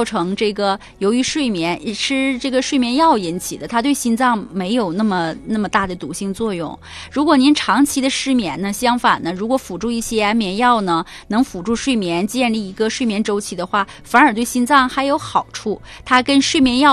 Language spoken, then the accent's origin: Chinese; Northeast China, China